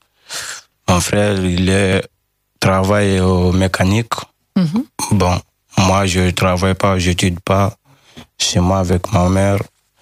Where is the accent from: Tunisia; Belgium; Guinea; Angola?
Guinea; now in La Rochelle, France; Je viens de la Guinée-Conakry.